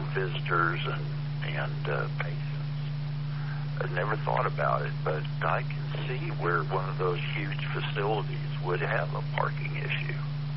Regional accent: Atchison, Kansas, United States; which is about 25 miles, almost due south of my hometown of Atchison, Kansas.

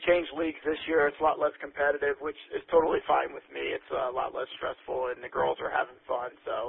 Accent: Maryland, United States; now in Colorado, United States; growing up in Maryland, school would just be ending probably right about now. I feel like they end so early here in Colorado.

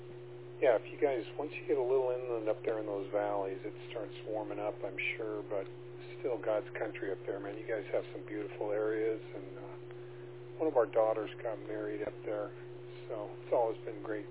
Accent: Redlands, California, United States; born there; So I was born out in San Bernardino County, out in that Redlands area, and there were only like 25,000 people in that entire community. And it was isolated. There was drive time between that and the next city.

